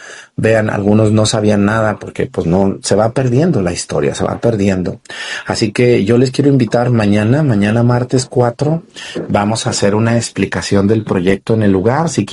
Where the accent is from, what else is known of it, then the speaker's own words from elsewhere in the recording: Mexticacán, Jalisco, Mexico; lo llevaron a Mesticacán, a mi pueblo.